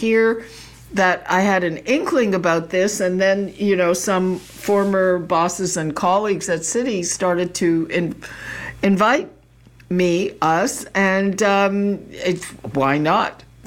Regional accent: Quebec, Canada; because I grew up in an immigrant community, never heard of it, but this is in Quebec.

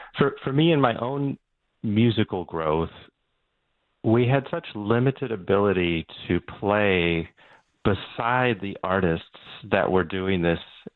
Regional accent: Calgary, Alberta, Canada; now in Toronto, Canada; And I grew up in Calgary, Alberta, and have a big, country music background.

